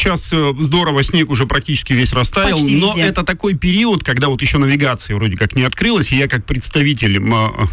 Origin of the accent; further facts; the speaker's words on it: Bolchary, Khanty-Mansi Autonomous Okrug, Russia; moved away; я уроженец Болчар